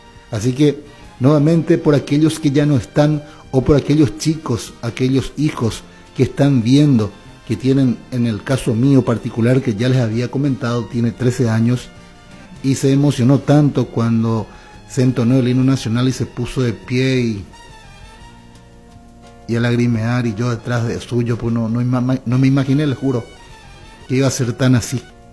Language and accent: Spanish; Paraguay; estoy hablando como un paraguayo que le adora a su selección.